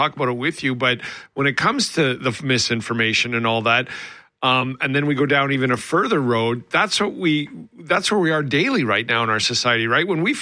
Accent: Alberta, Canada; moved away; I'm from Alberta originally.

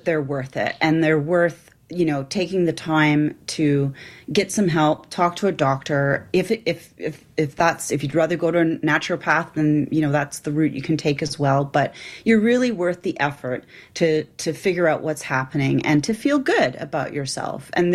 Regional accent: Canada; I'm a Canadian filmmaker.

